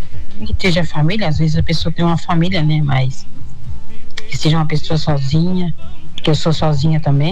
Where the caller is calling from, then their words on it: Imbituba, Santa Catarina, Brazil; sou de Imbituba.